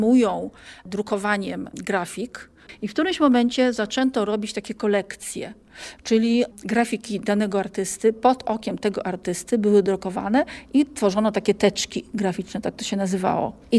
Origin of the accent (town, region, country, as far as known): Łódź, Łódź Voivodeship, Poland